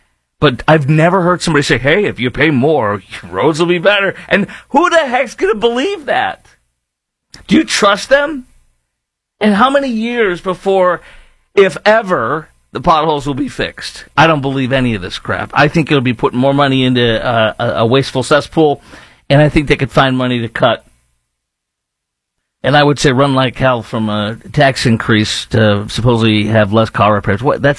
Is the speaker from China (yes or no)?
no; Illinois, United States